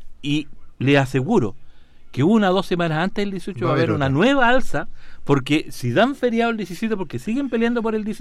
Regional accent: Chile

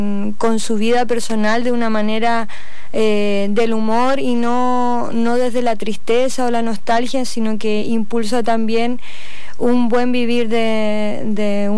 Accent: Chillán, Ñuble, Chile; moved away as an adult; also born or lived in Santiago / Barcelona; Yo nací y criada en Chillán.

